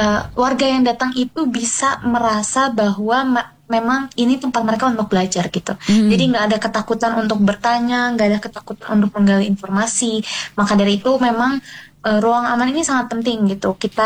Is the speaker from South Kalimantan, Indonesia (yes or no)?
no; Bandung, West Java, Indonesia; Jadi sebenarnya saya kebetulan orang Bandung